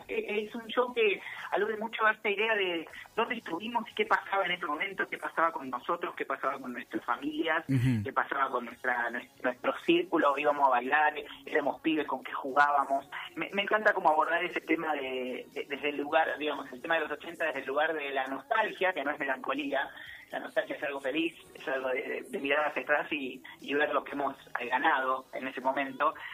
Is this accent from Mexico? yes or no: no; Argentina; sobre todo siendo argentinos y teniendo esta idea de la vida tan parecida entre todos nosotros.